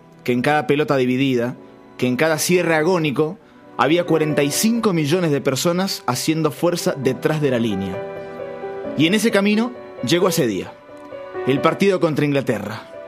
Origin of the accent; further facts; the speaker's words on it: Argentina; el orgullo de decir: soy argentino